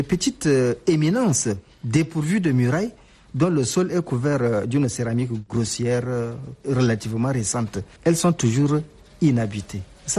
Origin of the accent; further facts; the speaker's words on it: Chad; moi, en tant qu'homme de science et en tant que Tchadien, je lui demande d'arrêter de détruire les sites Sao.